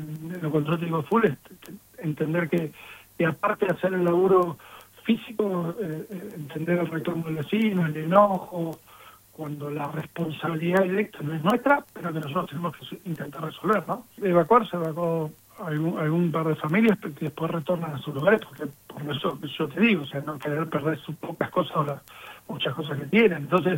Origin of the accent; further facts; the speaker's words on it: Pico Truncado, Santa Cruz, Argentina; yo soy de Pico Truncado, yo estuve en la escuela 85